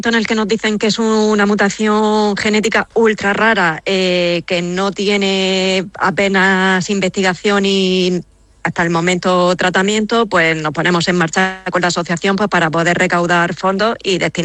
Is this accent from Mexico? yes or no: no; Murcia, Region of Murcia, Spain; now in Granada, Spain; Bueno, yo soy de Murcia, pero sí que vivimos en Granada.